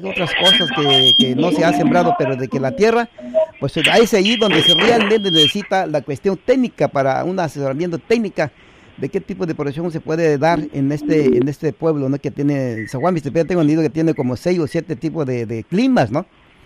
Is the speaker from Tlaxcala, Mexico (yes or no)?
no; Río Timbre, Oaxaca, Mexico; born there; comenzando con Río Timbre, donde yo nací, ahí mi rancito, allí, con los vecinos, para hacer, hay mucha tierra abandonada en San Juan Mixtepec